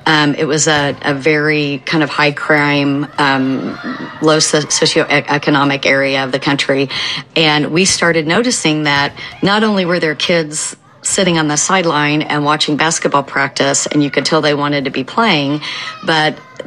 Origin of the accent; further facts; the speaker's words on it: Oklahoma, United States; I grew up in Oklahoma, fourth generation Oklahomans, on both sides of my family